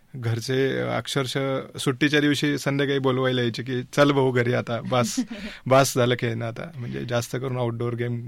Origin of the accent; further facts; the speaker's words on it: Ahmednagar, Maharashtra, India; मी नगरचाच आहे.